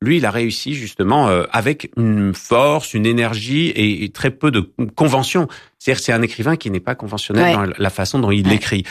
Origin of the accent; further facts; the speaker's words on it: France; nous, ça nous paraît dingue parce qu'on est français.